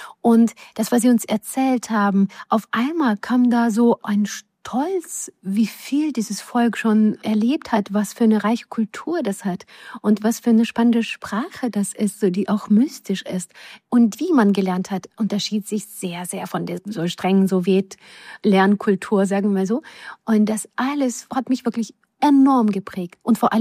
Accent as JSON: {"language": "German", "country": "Ukraine", "second_language": "German", "moved": "as an adult", "lives_now": "Hanover, Germany", "said": "Durch Sowjeterziehung, dadurch, dass man Jüdin in der Ukraine und dann später eine Ukrainerin in Deutschland mit zwei Kindern, die sich als Deutsche betrachten."}